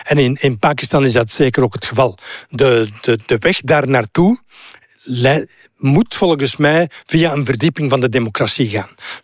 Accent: Flanders, Belgium; Ik als Kempenaar zou nooit een Vlaming geweest zijn als er geen Franstalige meerderheid was of bestuur geweest was in dit land. Dan was ik een Brabander gebleven.

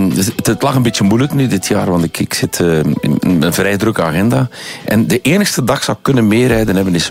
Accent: Temse, Flanders, Belgium; born there; Van waar ik geboren ben, bedoel ik. In de streek van Temse Hamme.

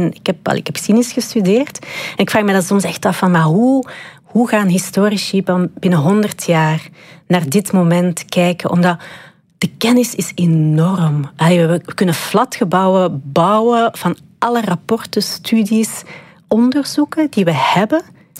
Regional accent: Leuven, Flanders, Belgium; En de helft van mijn familie is West-Vlaams. En de eerste keer dat ik me echt een buitenbeentje voelde, ik ben opgegroeid in Leuven, was als ik mijn West-Vlaamse familie ontmoette en ze niet verstond.

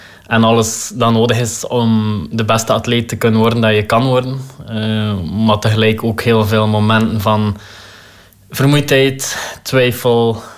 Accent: Ostend, Flanders, Belgium; born there; now in Bredene, Belgium; Ja, ik ben geboren in Oostende.

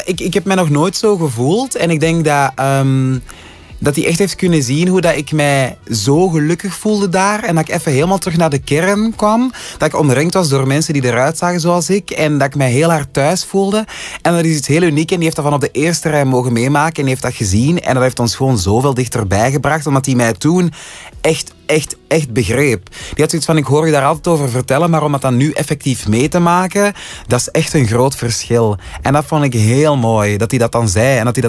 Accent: Haiti; de persoon die mij voor het eerst heeft gezien toen ik klein was in Haiti

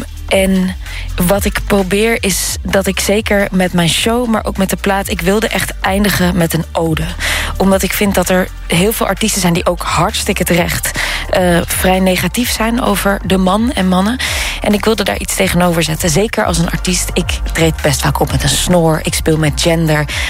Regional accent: Netherlands; Wij zijn ook Nederlanders.

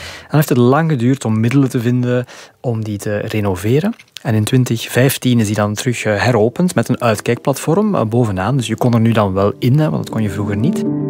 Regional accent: Scherpenheuvel-Zichem, Flemish Brabant, Belgium; Ik ben zelf opgegroeid in Scherpenheuvel-Zichem. En ik ben van Scherpenheuvel en Zichem, dat waren de concurrenten.

